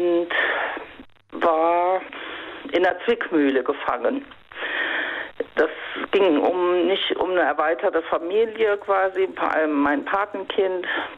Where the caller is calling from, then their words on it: Rhineland-Palatinate, Germany; Ja, RPR Einzugsgebiet Rheinland-Pfalz.